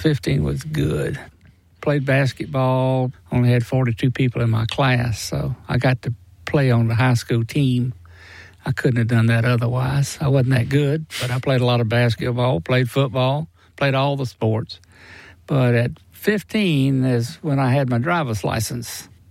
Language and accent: English; Andrews, South Carolina, United States; Grew up in Andrews, South Carolina. Andrews is the lower part of the state in Georgetown County. Real small town.